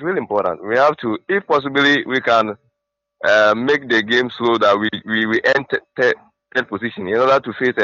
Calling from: Accra, Greater Accra, Ghana; I'm calling from Tesano.

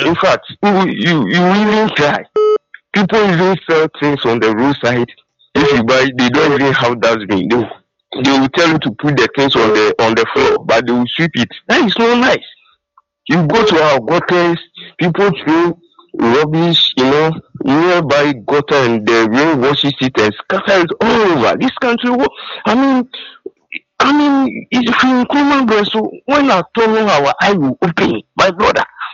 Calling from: Tema, Greater Accra, Ghana; I'm calling from Tema Community 9.

